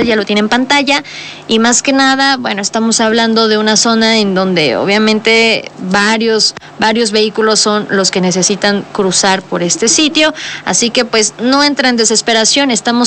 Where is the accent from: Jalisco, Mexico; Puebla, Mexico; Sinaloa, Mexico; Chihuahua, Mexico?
Puebla, Mexico; nosotros como poblanos estamos acostumbrados